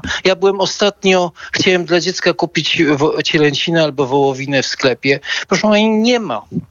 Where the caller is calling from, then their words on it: Lesser Poland, Poland; Kłaniam się. Ja z Małopolski dzwonię.